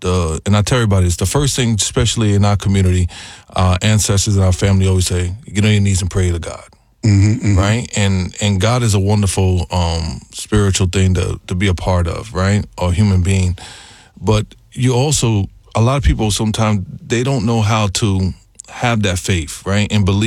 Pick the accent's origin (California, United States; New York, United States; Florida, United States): New York, United States; New York City; growing up in, you know, the south side of Jamaica, Queens, it was a very, you know, rough story.